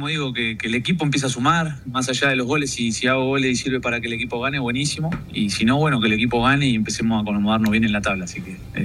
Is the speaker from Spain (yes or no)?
no; Argentina; no solo como argentino, imagino todo el mundo debe estar medio en shock, nosotros como argentinos obviamente